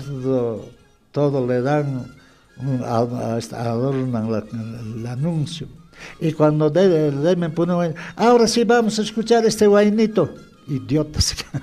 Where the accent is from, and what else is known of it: Peru